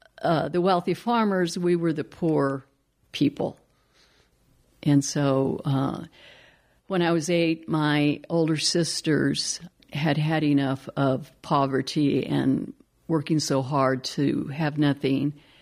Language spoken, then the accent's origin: English; Windsor, Colorado, United States; growing up in Windsor was interesting because the first immigrants into that area were the Russians and Germans.